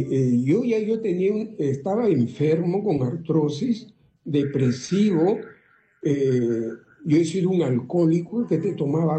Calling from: Callao, Peru; yo soy del Callao

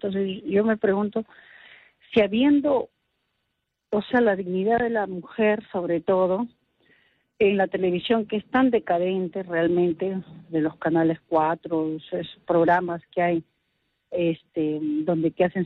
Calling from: Peruvian coast, Peru; Yo no soy andina, soy de la costa

